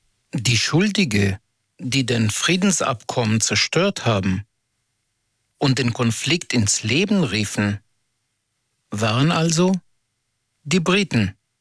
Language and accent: German; Israel; Ich komme aus Israel, eine Demokratie, die gerade zerfällt